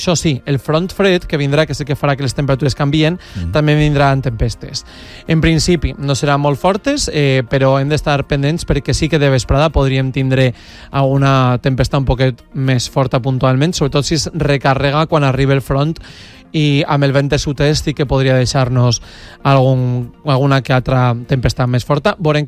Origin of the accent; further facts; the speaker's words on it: Ademús, Valencian Community, Spain; al meu poble, a Ademús